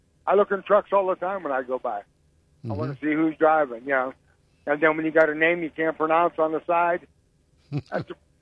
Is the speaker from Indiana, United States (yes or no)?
no; Youngstown, Ohio, United States; I'm from Youngstown originally.